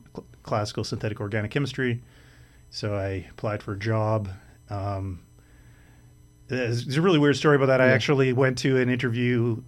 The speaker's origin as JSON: {"language": "English", "region": "Saskatchewan", "country": "Canada", "tie": "born or raised there", "moved": "as an adult", "said": "I grew up in Northern Saskatchewan in a small town by a lake"}